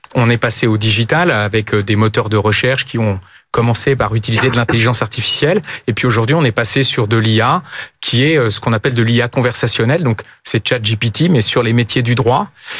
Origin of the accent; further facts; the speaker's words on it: Nantes, Pays de la Loire, France; now in Paris, France; Moi, je suis pas parisien à l'origine, hein. Je suis nantais. C'est une région qui s'est beaucoup développée avec une industrie agroalimentaire très forte.